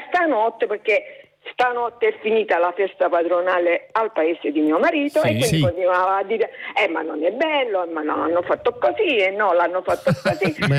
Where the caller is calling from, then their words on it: San Severo, Apulia, Italy; La terza domenica di maggio è la festa patronale del mio paese.